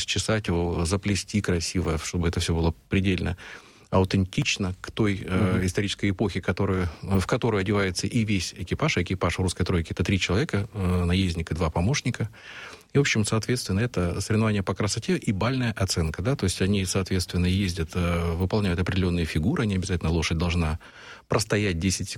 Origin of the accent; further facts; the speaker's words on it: Siberia, Russia; now in Moscow, Russia; Я родился и вырос в Сибири.